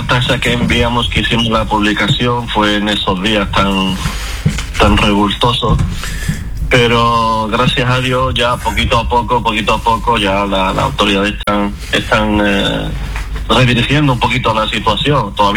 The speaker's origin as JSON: {"language": "Spanish", "region": "Ceuta", "country": "Spain", "tie": "born there", "said": "yo soy de origen de abuelos marroquíes, soy nacido aquí en Ceuta, como la mitad de la población de Ceuta."}